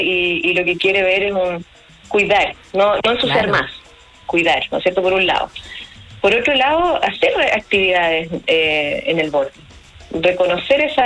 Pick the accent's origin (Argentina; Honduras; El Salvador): Argentina; Buenos Aires; Y nosotros como los porteños nos íbamos a vacacionar a otros lados